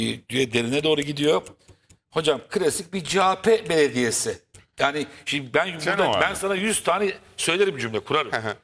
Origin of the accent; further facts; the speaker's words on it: Istanbul, Turkey; Ben de İstanbulluyum.